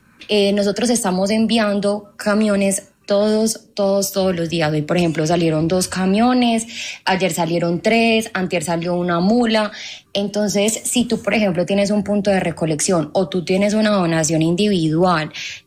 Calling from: Medellín, Antioquia, Colombia; yo me comunico desde Medellín.

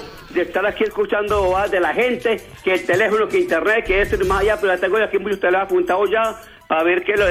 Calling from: Itagüí, Antioquia, Colombia; Es una casa aquí muy sana y yo llevo aquí 50 años.

